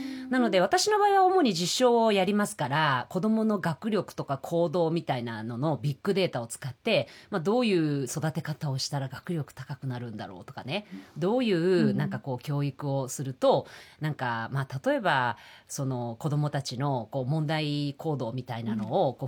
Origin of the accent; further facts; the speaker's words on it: Nara, Japan; 私の高校の友達も結構やっぱ地元に残ってる子が多いから、うん、東京で奈良の方に会うってすごいね